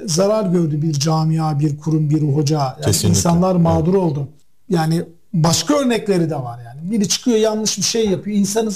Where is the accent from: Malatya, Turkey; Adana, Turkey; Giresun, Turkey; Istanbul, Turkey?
Giresun, Turkey; Ben Enes'le otururken işte ben Giresunluyum.